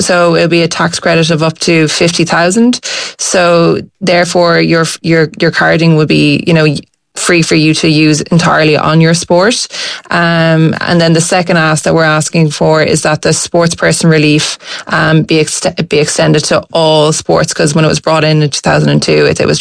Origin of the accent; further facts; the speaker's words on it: Galway, Connacht, Ireland; moved away as an adult; I'm from Galway.